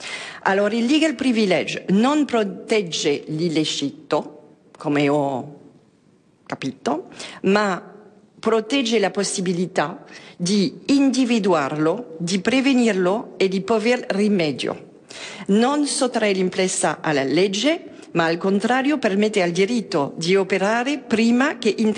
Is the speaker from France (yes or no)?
yes; France; vengo di Francia